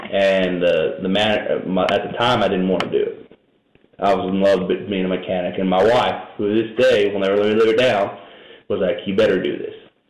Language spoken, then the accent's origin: English; California, United States; moved away; I'm from California, so I started in California.